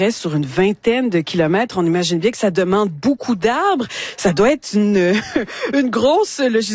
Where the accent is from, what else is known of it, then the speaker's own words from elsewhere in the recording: Quebec, Canada; chez nous, en Abitibi-Témiscamingue, nord du Québec